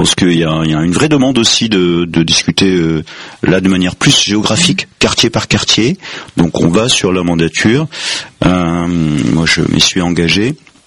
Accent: Auvergne-Rhône-Alpes, France; Alors moi je sais pas vous, mais moi je suis originaire de la Drôme provençale et donc quand j'étais en sixième, je prenais le bus à 7h15 pour aller au collège

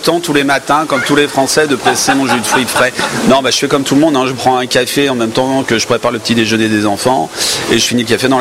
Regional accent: Enghien-les-Bains, Île-de-France, France; moved away; Maintenant, nous sommes ici depuis 7 ans, dans cette belle ville enghiénoise que je connais depuis ma plus tendre enfance, puisque je suis né à Enghien-les-Bains.

